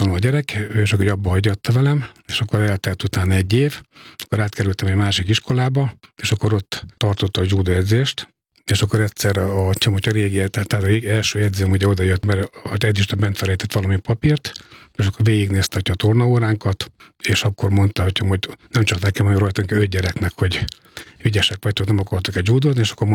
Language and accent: Hungarian; Miskolc, Borsod-Abaúj-Zemplén, Hungary; born there; Miskolcon születtem 1965-ben, igen